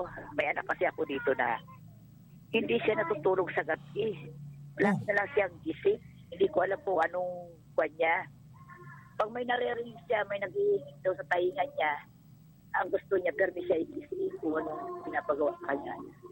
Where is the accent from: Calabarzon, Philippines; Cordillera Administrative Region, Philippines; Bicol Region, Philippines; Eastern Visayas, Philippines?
Bicol Region, Philippines; Santa Elena; Ako na probinsya ba ito? Santa Elena po ito.